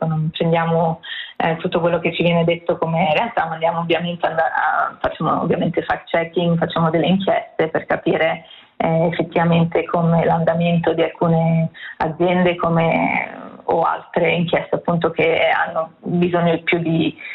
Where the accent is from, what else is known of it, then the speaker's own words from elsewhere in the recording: Milan, Lombardy, Italy; also born or lived in Amsterdam / Copenhagen / Brussels; now in Oslo, Norway; essere qui a Oslo al momento. Io ho vissuto, io vengo da Milano, ho vissuto a Amsterdam, ho vissuto a Copenaghen e a Bruxelles